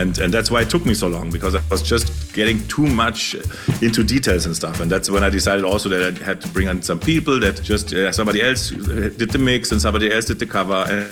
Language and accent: English; Munich, Bavaria, Germany; now in Berlin, Germany; I grew up in Munich, where everything stops at 8 o'clock in the evening, and on Sunday or on Saturday then no shops are open.